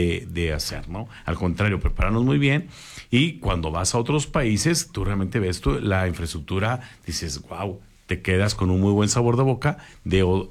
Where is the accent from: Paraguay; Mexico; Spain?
Mexico; Nuestro país es maravilloso.